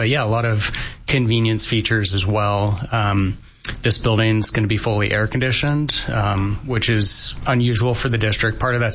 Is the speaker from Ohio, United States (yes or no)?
no; Bend, Oregon, United States; partly because I grew up in Bend, and so I've seen the need at Bend High for all these years.